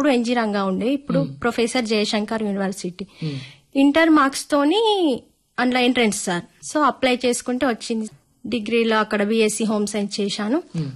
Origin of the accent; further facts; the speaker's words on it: Utnoor, Telangana, India; నాది ఆదిలాబాద్ జిల్లా ఊట్నూరు మండలం సార్. నేను 1 నుండి 7వ తరగతి ఊట్నూరులోని సరస్వతి శిశు మందిర్ పాఠశాలలో చదువుకున్నాను